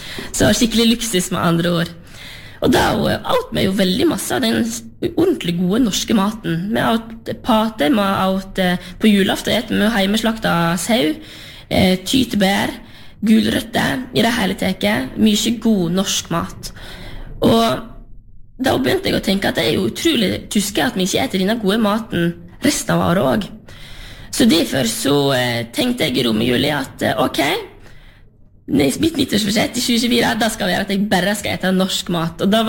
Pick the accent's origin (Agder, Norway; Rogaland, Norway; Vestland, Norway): Vestland, Norway; som jeg kommer jo selv fra Lerigard på Sørheim, og jeg ser hva store ringvirkninger landbruket har i et lokalsamfunn